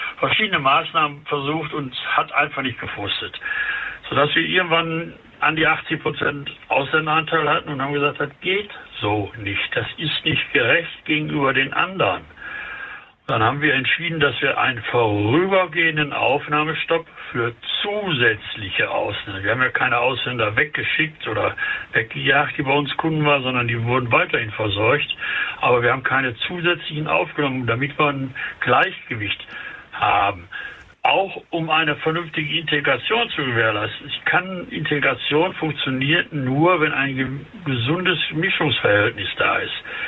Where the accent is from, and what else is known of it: Essen, North Rhine-Westphalia, Germany; born or raised there